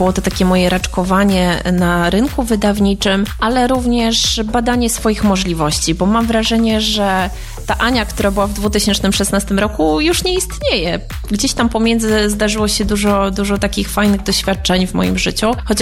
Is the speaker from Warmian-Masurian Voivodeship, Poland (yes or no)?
yes; Iława, Warmian-Masurian Voivodeship, Poland; Chcę, żeby wszędzie, gdzie pojawię się na spotkaniu autorskim, wybrzmiało, że jestem z Iławy.